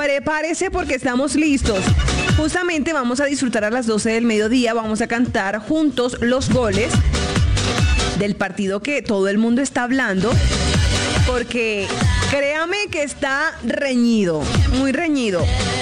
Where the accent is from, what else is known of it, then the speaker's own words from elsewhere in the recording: Colombia; Esa colombiana, Noruega, ni rubia soy.